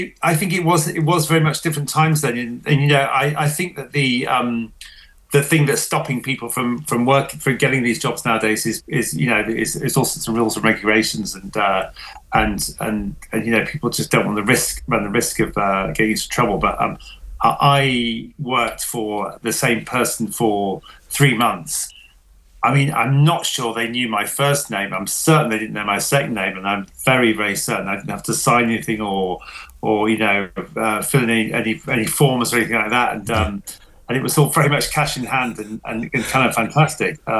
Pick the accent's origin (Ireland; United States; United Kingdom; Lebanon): United Kingdom; Yorkshire and the Humber; I grew up in East Yorkshire, in the north of England